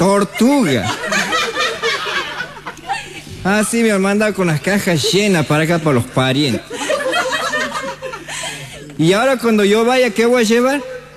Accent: Quimilí, Santiago del Estero, Argentina; aquí venimos de Santiago del Estero a contarle cosas a la gente del país, a ustedes que están presentes. Y hoy les cuento cómo yo he salido de Quimilí.

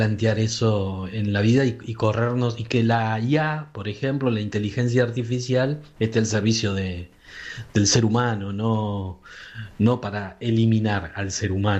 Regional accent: Argentina

